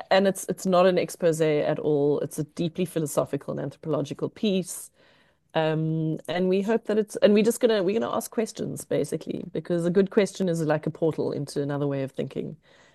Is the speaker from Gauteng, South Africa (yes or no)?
yes; Pretoria, Gauteng, South Africa; I grew up in Pretoria, which is the capital city of South Africa. During apartheid, I was born in the 70s in 72.